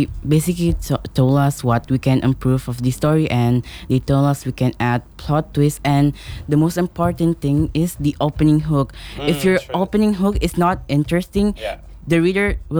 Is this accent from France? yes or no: no; Sulawesi, Indonesia; I'm from Sulawesi